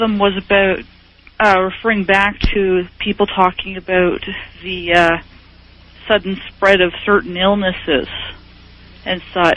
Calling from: Canadian Shield, Canada; I'm quite happily situated on the Canadian Shield.

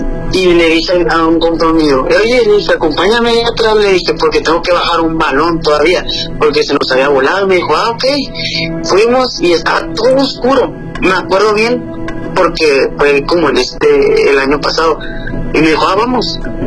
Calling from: Hermosillo, Sonora, Mexico; Desde Hermosillo, Sonora.

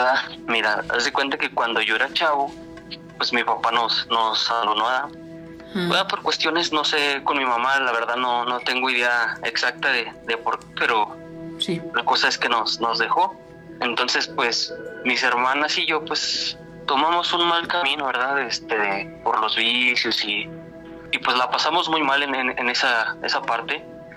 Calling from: San Francisco del Rincón, Guanajuato, Mexico; soy de San Francisco del Rincón, Guanajuato.

